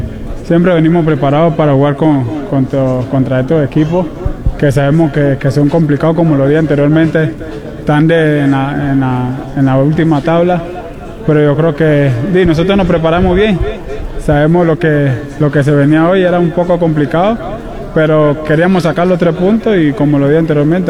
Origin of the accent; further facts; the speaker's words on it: Panama; no fue más para el centro, sino fue más a la afuera, que fue muy complicado, pero no, al pueblo panameño que vamos a s